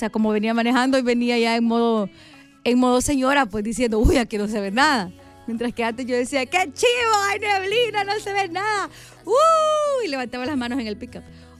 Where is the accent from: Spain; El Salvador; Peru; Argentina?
El Salvador; Soyapango, San Salvador; yo crecí en Soya Bronx.